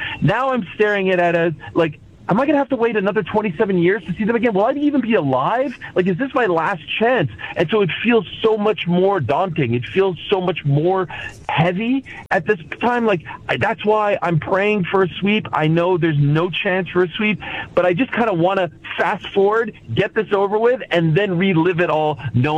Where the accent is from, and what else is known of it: Montreal, Quebec, Canada